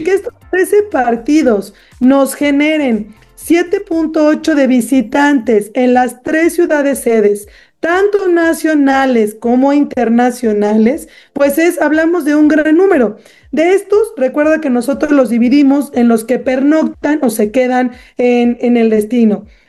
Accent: Mexico; volvíamos a identificarnos como somos los mexicanas y los mexicanos.

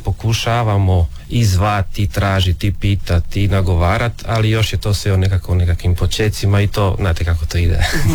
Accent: Pula, Istria County, Croatia; mi smo tu iz Pule, pretežito svi, imamo jednog Porečana isto.

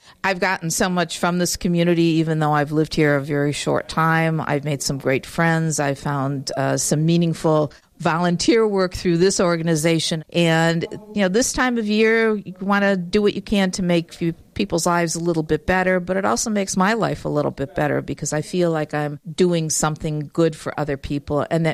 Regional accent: Honor, Michigan, United States; from Honor, and I volunteer with the Benzie Dems.

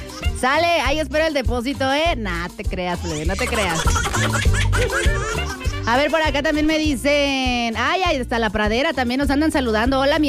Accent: San Juan del Río, Querétaro, Mexico; now in Querétaro, Mexico; Pues sí, plebe, yo vivo aquí en Querétaro. Aquí ando, soy de San Juan. Ya les había dicho. No niego la cruz de mi parroquia, no la niego. Me encanta mi pueblito

